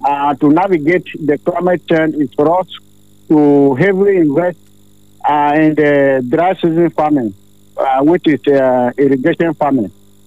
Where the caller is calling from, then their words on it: Makurdi, Benue, Nigeria; I'm calling here in Agbo, Makurdi, Benue State.